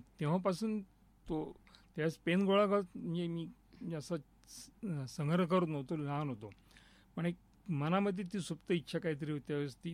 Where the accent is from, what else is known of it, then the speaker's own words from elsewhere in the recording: Ahmednagar, Maharashtra, India; born there; also born or lived in Pune / Nashik; मूळचं मी नगरचाच आहे. इथं नगर आपल्या जिल्ह्यामध्ये अकोलम म्हणून एक गाव आहे, ते अकोला तांबळण नावाचं एक खेडेगाव आहे. तिथं आमची पूर्वीच्या आमची जी पूर्वीची पिढी होती ती त्या ठिकाणची होती.